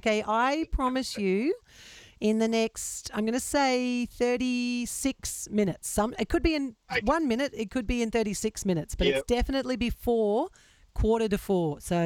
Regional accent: Brisbane, Queensland, Australia; Now, I grew up on Brisbane water, but I would come down to the Gold Coast and the first thing I'd do is, you know, run to one of the taps

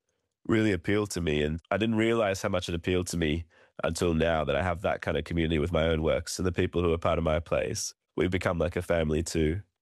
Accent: Homebush, New South Wales, Australia; Yeah, it was pretty incredible. I think coming out of the war starting, the first wave of people who left that war, and shout out to Bob Hawke, he created a bunch of humanitarian visas for a lot of us.

